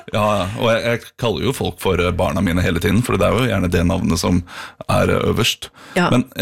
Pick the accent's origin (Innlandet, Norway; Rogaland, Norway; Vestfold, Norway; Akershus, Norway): Akershus, Norway; Asker; Og jeg er fra Asker.